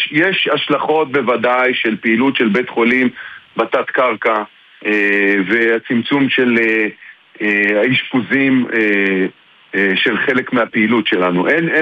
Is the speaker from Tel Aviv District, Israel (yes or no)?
yes; Tel Aviv, Tel Aviv District, Israel; moved away as an adult; now in Hila, Israel; אני במקור מהמרכז, אני במקור מתל אביב.